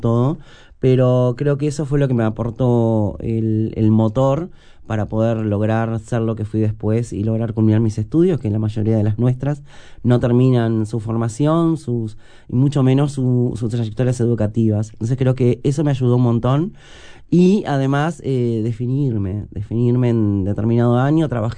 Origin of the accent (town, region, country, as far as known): San Carlos, Maldonado, Uruguay; born or raised there; moved away as an adult